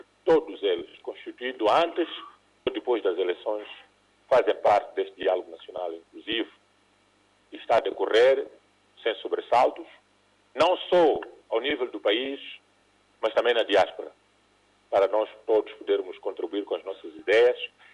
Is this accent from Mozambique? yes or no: yes; Mozambique; Somos todos irmãos, moçambicanos